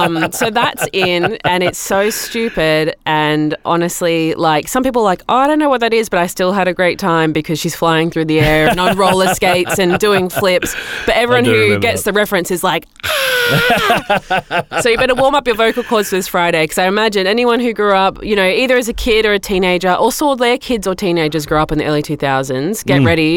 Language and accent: English; Broome, Western Australia, Australia; I'm from Broome.